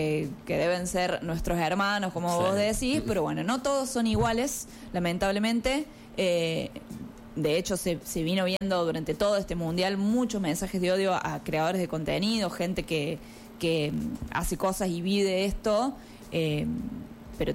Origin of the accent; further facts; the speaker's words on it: Argentina; nosotros como argentinos no tenemos nada que decir más que mostrar cómo somos.